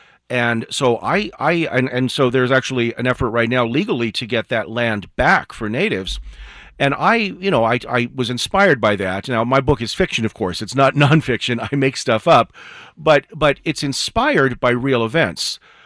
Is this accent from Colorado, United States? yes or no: yes; Colorado, United States; moved away as an adult; my people are from South Dakota and I've been in Colorado. I was raised here in Colorado.